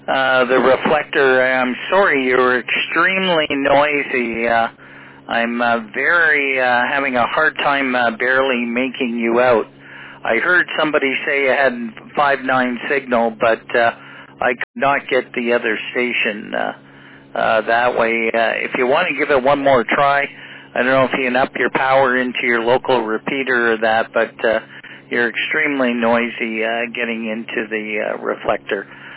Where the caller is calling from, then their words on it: Ontario, Canada; we're calling from Ontario, Canada.